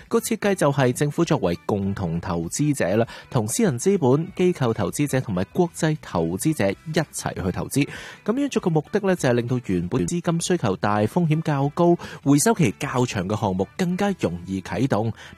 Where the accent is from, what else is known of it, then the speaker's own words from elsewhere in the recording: China; 我们中国人有一个传统智慧，创业难守业更难。